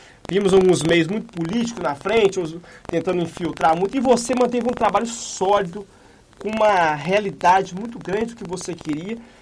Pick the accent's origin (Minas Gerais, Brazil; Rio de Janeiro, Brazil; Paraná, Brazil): Rio de Janeiro, Brazil; Itaperuna; nós somos brasileiros, temos que trabalhar. E que alegria estar aqui hoje, Itaperuna! Hoje eu estou frente a frente com Paulo, um dos maiores nomes do futebol da nossa cidade, da nossa região